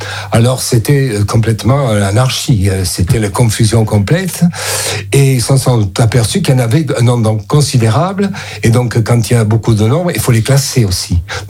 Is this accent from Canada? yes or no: no; Montpellier, Occitanie, France; comme je suis montpelliérain depuis plusieurs générations